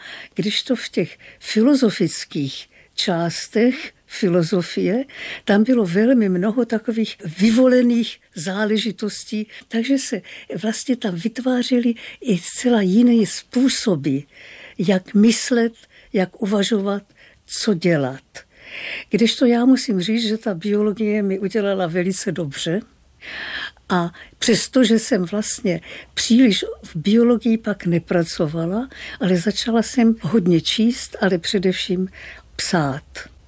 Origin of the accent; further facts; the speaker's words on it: Brno, South Moravian Region, Czechia; born there; moved away; also born or lived in Saarland; A to je Čechy, Morava, pro mě velmi důležitá Morava, protože jsem se narodila v Brně.